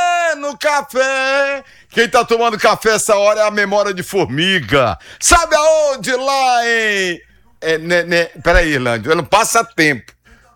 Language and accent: Portuguese; Maranhão, Brazil; Eu sou maranhense